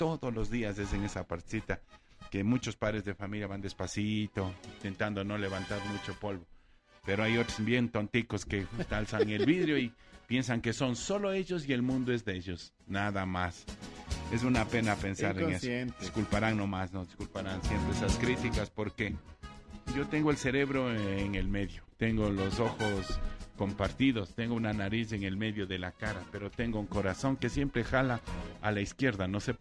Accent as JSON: {"language": "Spanish", "country": "Ecuador", "said": "somos de Ecuador. Claro, somos de Ecuador."}